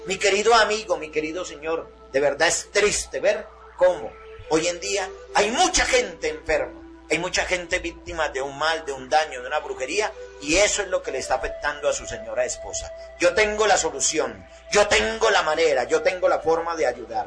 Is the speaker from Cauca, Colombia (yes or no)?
no; Armenia, Quindío, Colombia; Hermano de la perfumería Quanon, soy de aquí de Armenia.